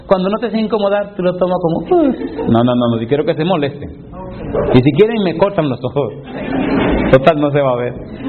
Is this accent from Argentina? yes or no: no; Ñaña, Lima, Peru